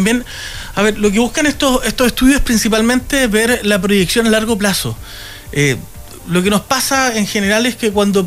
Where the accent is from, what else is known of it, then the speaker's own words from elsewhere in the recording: Talcahuano, Biobío, Chile; Yo soy de Talcahuano.